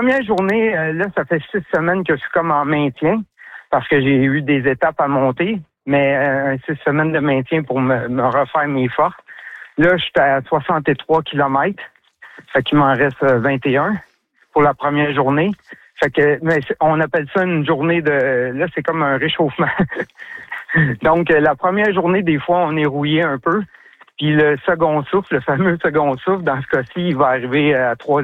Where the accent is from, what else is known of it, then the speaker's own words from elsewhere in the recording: Oka, Quebec, Canada; Puis le parc d'Oka, moi, je suis un natif d'Oka, j'ai grandi ici.